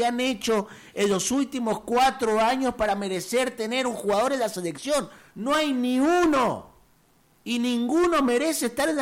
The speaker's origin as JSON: {"language": "Spanish", "country": "Chile", "moved": "yes", "lives_now": "Guayaquil, Ecuador", "said": "yo no nací acá, pero yo me considero, además de chileno, yo me considero guayaquileño."}